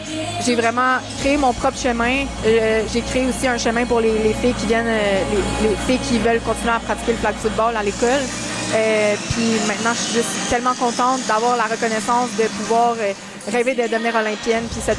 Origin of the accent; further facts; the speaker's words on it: Montreal, Quebec, Canada; je suis vraiment choyée de venir de Montréal, de venir du Québec.